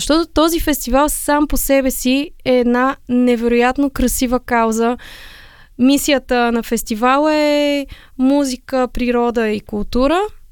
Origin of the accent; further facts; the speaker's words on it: Sofia, Sofia City, Bulgaria; born there; moved away as an adult; now in Beli Iskar, Bulgaria; Аз съм софиянка по рождение. Аз обичам София.